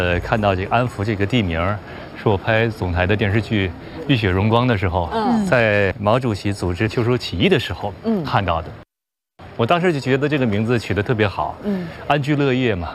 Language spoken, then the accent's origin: Chinese; Liaocheng, Shandong, China; moved away; 它跟我的家乡山东聊城非常的相似。就我们老家在古城里面也是书院。